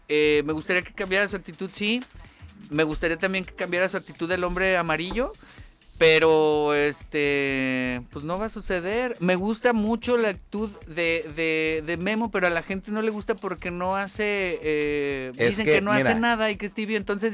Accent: Mexico

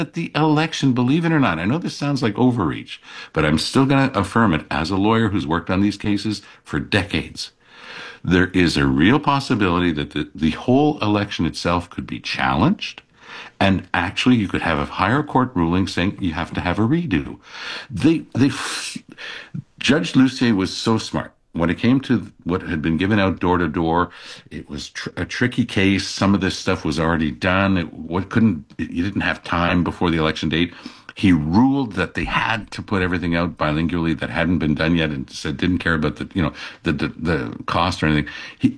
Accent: Canada; but we would basically just open the door and say welcome, because we're Canadian, eh?

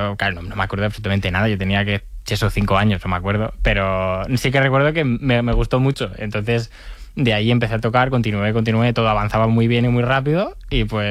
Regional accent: Barcelona, Catalonia, Spain

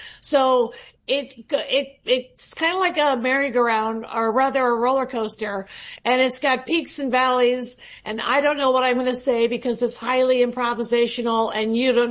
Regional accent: Chicago, Illinois, United States; moved away as an adult; Well, I'm from Chicago, so I was familiar with Second City

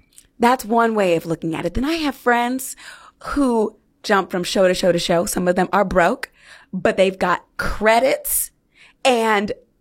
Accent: Fresno, California, United States; My hometown hero … she has six Tonys and she's from Fresno, California. I see it, and she's black like me.

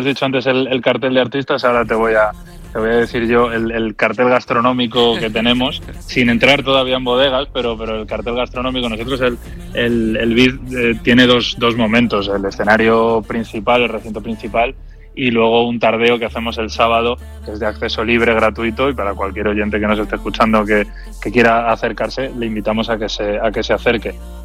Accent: Daimiel, Castilla-La Mancha, Spain; Nosotros somos de Daimiel, no vivimos en Daimiel, pero es nuestra forma también de volver y de volver al pueblo

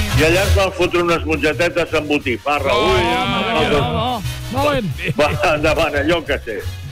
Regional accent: Barcelona, Catalonia, Spain; jo soc català de Gràcia i faig de xulo madrileño.

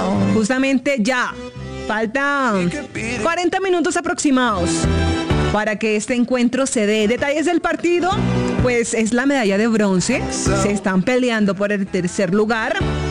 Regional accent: Barranquilla, Atlántico, Colombia; yo soy de Barranquilla

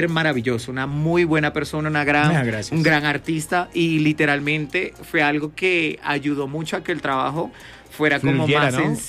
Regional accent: Caja Seca, Venezuela; moved away as an adult; now in Bogotá, Colombia; Yo soy de un pueblito llamado Caja Seca, allá en Venezuela, un pueblito caliente, Mérida, sí.

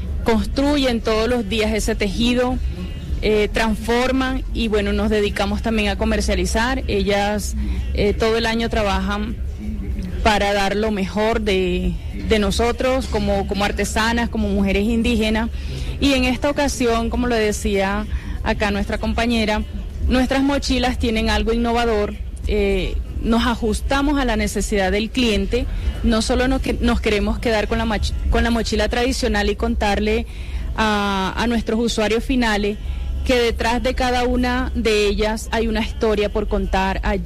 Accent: Colombia; first language Arhuaco; Spanish is a second language; Los estoy saludando en mi lengua nativa y les estoy diciendo

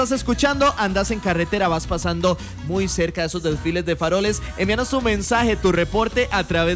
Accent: Costa Rica; hoy estamos celebrando que somos ticos

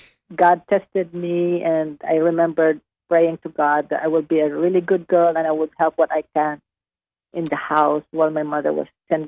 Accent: Western Visayas, Philippines; moved away as an adult; now in Dallas, United States; Negros Occidental. It's Visayas. It's in the middle part of the Philippines

